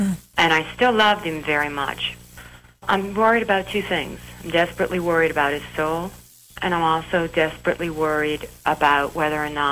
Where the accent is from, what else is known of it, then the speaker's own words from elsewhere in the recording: Louisiana, United States; I'm from Louisiana.